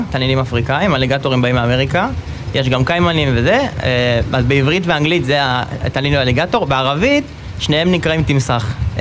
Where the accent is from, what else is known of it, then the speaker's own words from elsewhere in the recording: Central District, Israel; התחילה מאז שנולדתי, נולדתי במושב, תמיד גדלתי בסביבת בעלי חיים.